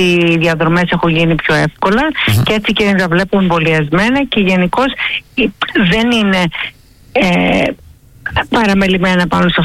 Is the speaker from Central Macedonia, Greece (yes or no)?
no; Filoti, South Aegean, Greece; also born or lived in Naxos; Από το Φιλότι στην Άξου